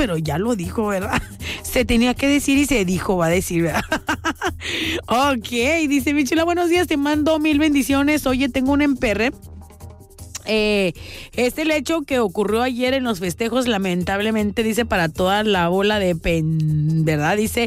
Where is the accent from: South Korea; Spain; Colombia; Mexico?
Mexico; Así da como buen mexicano.